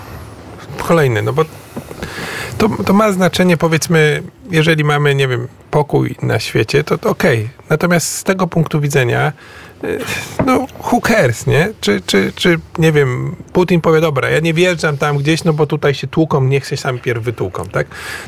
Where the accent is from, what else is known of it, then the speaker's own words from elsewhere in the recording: Orneta, Warmian-Masurian Voivodeship, Poland; No, ja pochodzę z Ornety i takie smutkowe powiedzenia.